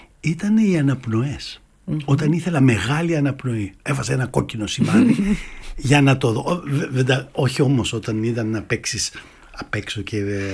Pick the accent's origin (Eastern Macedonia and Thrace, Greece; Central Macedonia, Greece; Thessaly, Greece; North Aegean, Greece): Thessaly, Greece; accent: Thessalian; first language Thessalian Greek dialect; εμένα η μητρική μου γλώσσα είναι η Θεσσαλική διάλεκτος, όπως είναι και σένα